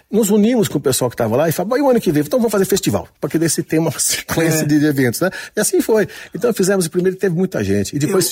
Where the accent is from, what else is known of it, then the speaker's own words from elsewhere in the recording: Londrina, Paraná, Brazil; a gente cresceu em Londrina